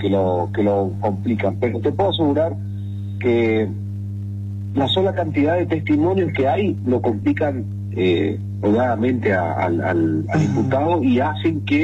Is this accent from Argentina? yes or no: yes; Argentina; somos todos los argentinos